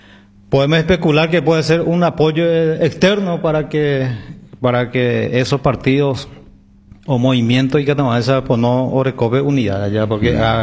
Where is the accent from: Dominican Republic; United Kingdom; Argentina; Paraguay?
Paraguay; nosotros, como paraguayos, como ciudadanos común y corriente